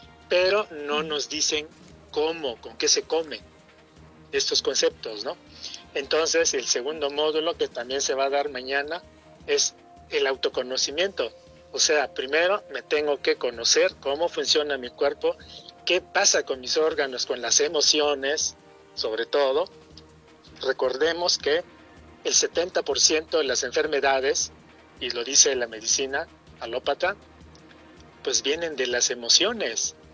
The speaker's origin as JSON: {"language": "Spanish", "region": "Oaxaca", "country": "Mexico", "moved": "yes", "lives_now": "Tlaxiaco, Mexico", "said": "yo soy de la Sierra Norte, Sierra Juárez, pero tengo casi 35 años aquí en Tlaxiaco"}